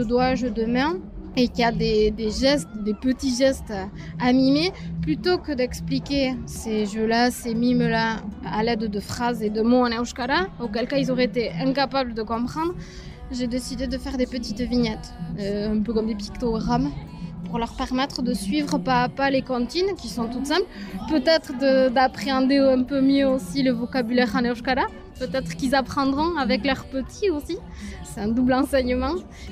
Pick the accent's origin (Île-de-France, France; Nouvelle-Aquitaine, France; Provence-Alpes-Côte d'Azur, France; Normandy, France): Nouvelle-Aquitaine, France; Hendaye; now in Itxassou, France; je suis euskaldun, en plus d'Andaï